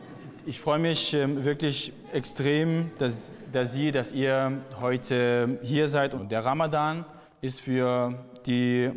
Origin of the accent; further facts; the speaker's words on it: Plauen, Saxony, Germany; also born or lived in Iraq; now in Dresden, Germany; Ich bin geboren im Irak, aufgewachsen im schönen Vogtland, in Plauen.